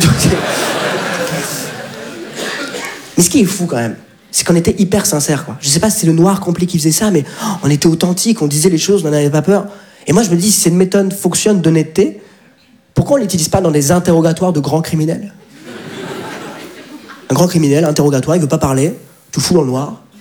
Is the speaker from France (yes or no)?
yes; France; Je lui dis, mais papa, mais on est de France.